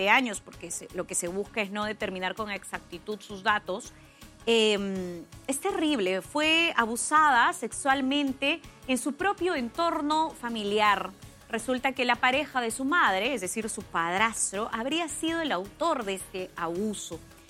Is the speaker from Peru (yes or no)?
yes; Tocache, San Martín, Peru; si lo que ocurre en Tocache, mi tierra